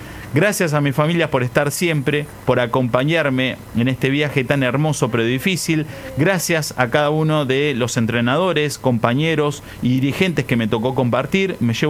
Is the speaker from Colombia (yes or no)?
no; Argentina; para nosotros que somos argentinos sobre todo